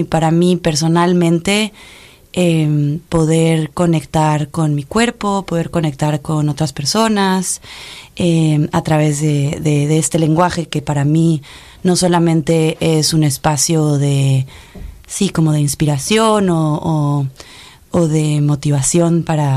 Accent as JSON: {"language": "Spanish", "region": "Mexico City", "country": "Mexico", "tie": "born or raised there", "moved": "as an adult", "lives_now": "Chicago, United States", "said": "yo nací y crecí en la Ciudad de México. Me mudé a Chicago hace 8 años, así que ahora tengo 2 casas. El lugar donde crecí es en el sur de la Ciudad de México, muy hacia la salida al estado de Morelos"}